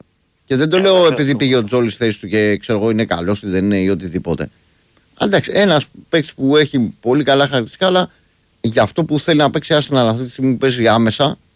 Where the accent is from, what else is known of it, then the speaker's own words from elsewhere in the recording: Greece; εμείς είμαστε Έλληνες